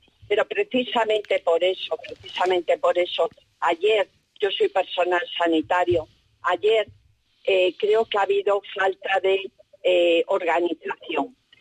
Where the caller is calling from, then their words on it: Pontevedra, Galicia, Spain; yo llamo desde Pontevedra. Y bueno, primero, sin duda, como persona que llevo más de 30 años trabajando en Pontevedra